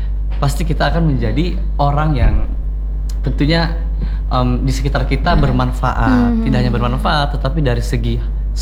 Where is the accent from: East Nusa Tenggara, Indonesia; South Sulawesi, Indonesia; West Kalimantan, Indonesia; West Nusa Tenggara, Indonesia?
South Sulawesi, Indonesia; Kalau saya kan di keluarga memang kental dengan adat dan budaya. Saya dari Kabupaten Takalar.